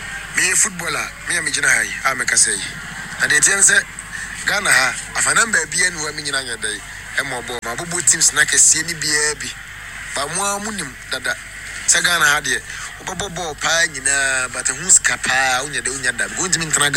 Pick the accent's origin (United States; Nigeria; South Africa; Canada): Nigeria; I'm from Nigeria.